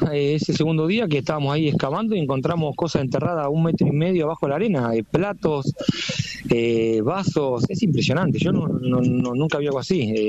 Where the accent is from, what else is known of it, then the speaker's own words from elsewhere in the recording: Monte Hermoso, Buenos Aires Province, Argentina; Yo soy nacido, criado acá en Monte Hermoso, tengo 50 años, me dediqué también a la pesca, así que anduve mucho en el mar, tengo muchos amigos pescadores y somos de acá de Monte Hermoso